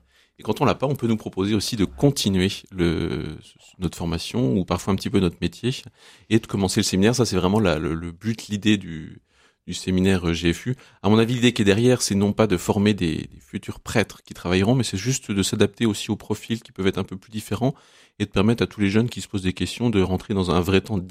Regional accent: Besançon, Bourgogne-Franche-Comté, France; born there; now in Lille, France; Et non, je ne suis pas lillois. J'ai 33 ans, je suis né à Besançon, dans l'Est de la France. Et je suis arrivé à Lille en 2016 pour mes études de médecine, pour mon internat.

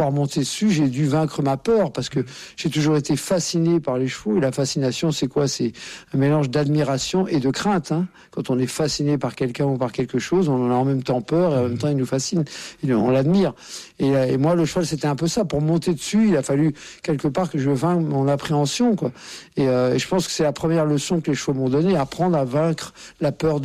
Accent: Courbevoie, Île-de-France, France; born there

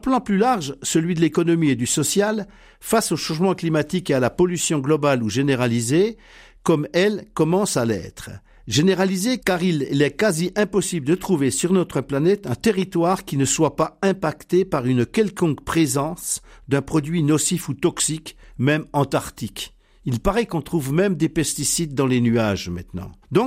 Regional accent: Bourgogne-Franche-Comté, France; Chez nous, en Franche-Comté

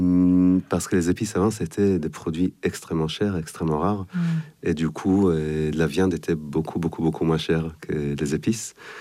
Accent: Israel; French is a second language; moved away as an adult; now in Paris, France; Tout à la base, en Israël, j'avais une formation artistique

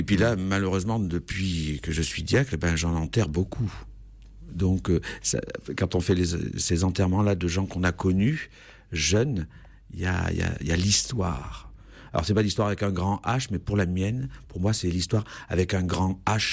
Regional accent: Perrier, Auvergne-Rhône-Alpes, France; moved away as an adult; also born or lived in Issoire; now in Saint-Diéry, France; Je n'ai pas été très loin, mais je suis né donc à Issoire. Et j'ai grandi dans un village qui est toujours cher à mon cœur. C'est Perrier, juste à côté d'Issoire.

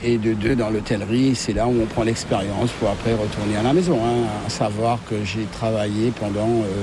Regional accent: Mauritius; Oui, je suis mauricien.

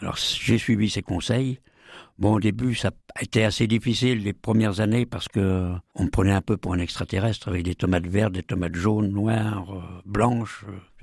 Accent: Frontenay-sur-Dive, Nouvelle-Aquitaine, France; je suis originaire de Frontenay-sur-Dive, à côté de Saint-Jean-de-Sauve, entre Mirbeau et Loudun, Nord-Vienne. J'y suis toujours.

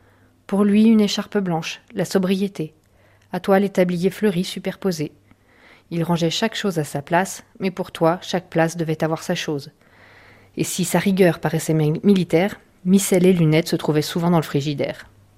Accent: La Compote, Auvergne-Rhône-Alpes, France; born there; j'ai 49 ans, j'habite à La Compote depuis toujours, je suis maman de 2 enfants

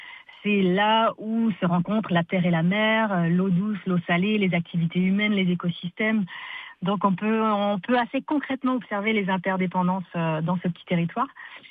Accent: St. Pierre & Miquelon; là-bas à Saint-Pierre-et-Miquelon, d'où je viens

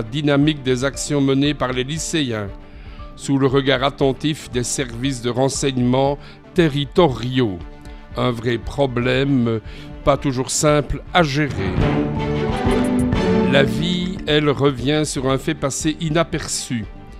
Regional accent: Belgium; Cette contestation déborde jusque chez nous en Belgique, à Liège par exemple.

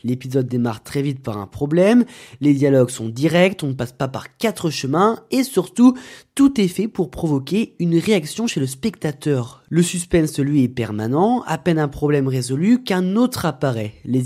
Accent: France; Chez nous en France

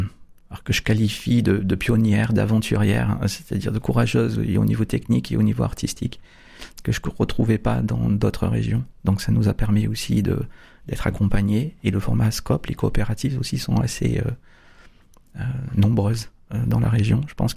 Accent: Pau, Nouvelle-Aquitaine, France; now in Montpellier, France; Ah non, je suis du Palois, donc je suis béarnais de l'autre côté de la France.

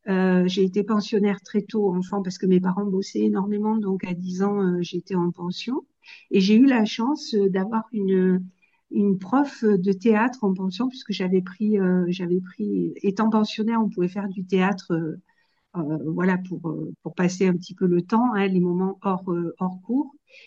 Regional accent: Apt, Provence-Alpes-Côte d'Azur, France; Donc, je viens de Apt, dans le Luberon. Et voilà, donc je suis sur une région de proximité hein, avec la vôtre, avec les Alpes de Haute-Provence. Et voilà, je suis native de cette région

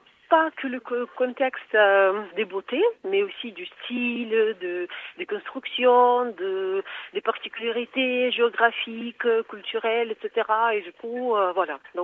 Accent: Samara, Samara Oblast, Russia; moved away; J'ai profité, bien sûr, de présenter ma ville natale. Je suis de Samara. C'est une grande ville en Russie, mais très peu connue parce que c'est surtout les villes industrielles, mais avec quand même une grande partie historique.

